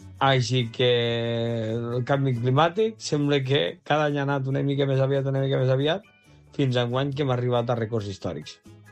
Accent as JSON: {"language": "Catalan", "town": "Almenar", "region": "Catalonia", "country": "Spain", "said": "jo sóc d'Almenar"}